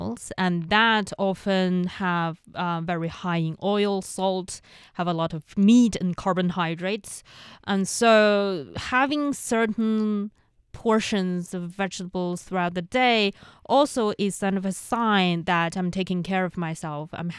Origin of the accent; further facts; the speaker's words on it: Inner Mongolia, China; You know, I grew up in Inner Mongolia where we don't really have the habits of eating a lot of vegetables.